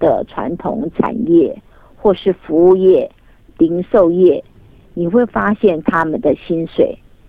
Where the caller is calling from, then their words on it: Taiwan; 对我们台湾人未必会是